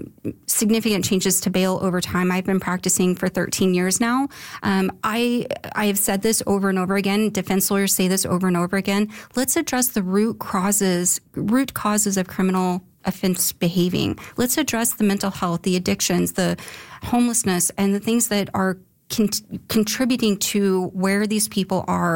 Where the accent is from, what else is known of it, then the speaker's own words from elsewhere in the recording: Canada; we as a Canadian society